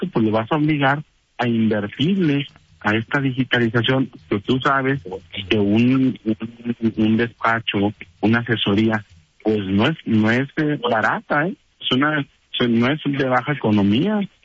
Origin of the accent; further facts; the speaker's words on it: Durango, Mexico; yo soy originario de Durango.